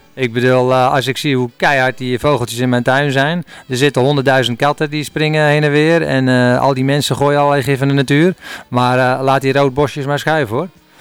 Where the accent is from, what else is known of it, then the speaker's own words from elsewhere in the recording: Ermelo, Gelderland, Netherlands; Ik kom uit Ermelo.